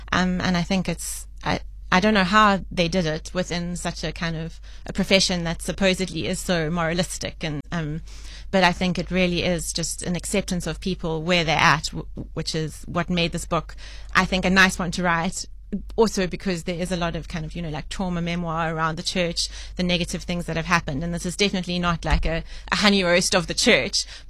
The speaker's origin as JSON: {"language": "English", "town": "Bellville", "region": "Western Cape", "country": "South Africa", "tie": "born or raised there", "moved": "yes", "lives_now": "Johannesburg, South Africa", "said": "growing up in Bellville, it's the kind of place that no one really writes about"}